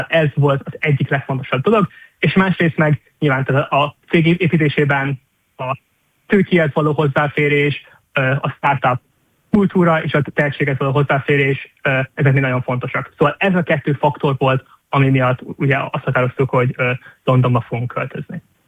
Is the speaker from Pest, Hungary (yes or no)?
no; Szentes, Csongrád-Csanád, Hungary; hiszen én Szentesről vagyok. Ez egy kis alföldi település, ahol az ember nyilván nem hall startupokról, meg ilyesmi dolgokról.